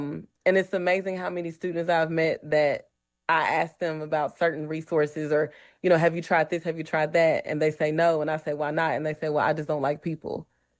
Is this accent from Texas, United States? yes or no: no; Mississippi, United States; And I come from a I grew up in Mississippi, and you didn't have a choice.